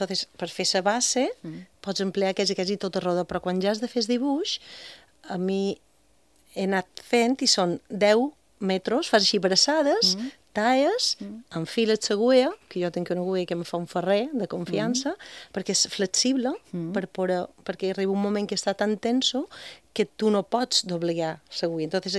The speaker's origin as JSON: {"language": "Catalan", "town": "Bunyola", "region": "Balearic Islands", "country": "Spain"}